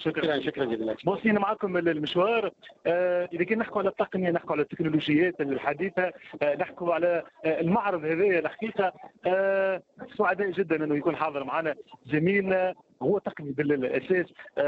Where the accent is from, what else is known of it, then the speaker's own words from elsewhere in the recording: Somalia; من وين؟ انا من الصومال